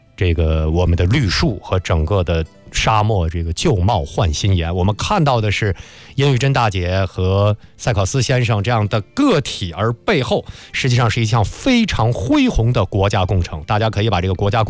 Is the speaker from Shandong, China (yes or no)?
no; Beijing, China; born there